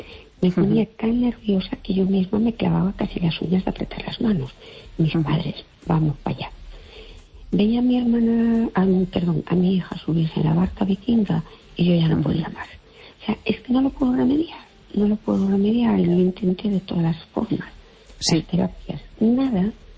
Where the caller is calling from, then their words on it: Fene, Galicia, Spain; Hola, buenas noches.